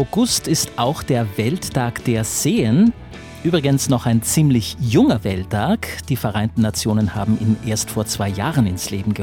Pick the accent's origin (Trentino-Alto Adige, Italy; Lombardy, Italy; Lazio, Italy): Trentino-Alto Adige, Italy; Eppan; Mein persönlicher Favorit liegt im Überetsch in meiner Heimatgemeinde Eppern.